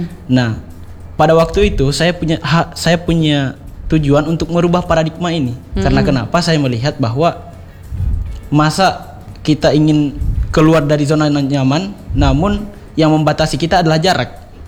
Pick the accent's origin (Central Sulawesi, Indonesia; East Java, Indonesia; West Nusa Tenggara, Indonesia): Central Sulawesi, Indonesia; moved away as an adult; now in Palu, Indonesia; sebelumnya desa saya itu di wilayah Kecamatan Menui Kepulauan, ada satu pulau di bagian pesisir namanya Desa Padilaut.